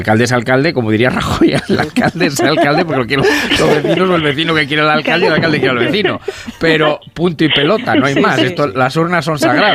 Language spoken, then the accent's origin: Spanish; Fernán Caballero, Castilla-La Mancha, Spain; el Fernán Caballero es mi pueblo